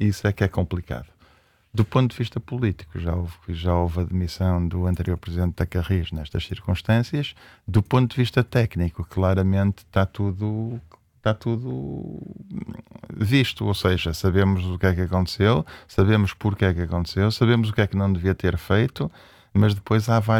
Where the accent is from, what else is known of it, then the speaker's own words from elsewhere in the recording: Braga, Norte, Portugal; porque eu sou de Braga